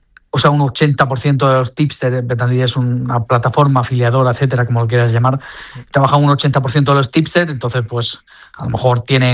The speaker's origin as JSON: {"language": "Spanish", "town": "El Ejido", "region": "Andalusia", "country": "Spain", "tie": "born or raised there", "also_born_or_lived": "Granada", "said": "O sea, yo he vivido siempre en el Ejido, toda mi vida, desde los 4 años. Nací en Granada y desde los 4 años estoy viviendo en el Ejido."}